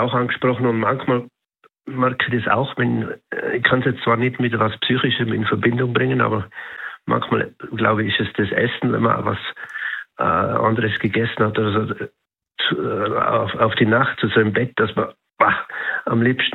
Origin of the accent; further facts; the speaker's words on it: Tyrol, Austria; Grüß Gott, ja, ich bin aus Tirol hier